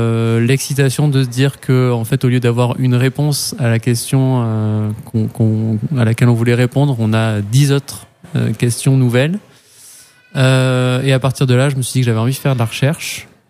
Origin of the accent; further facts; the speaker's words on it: South-West France, France; moved away as an adult; now in Quimper, France; je viens du sud-ouest de la France, donc j'ai commencé mes études à Pau en prépa.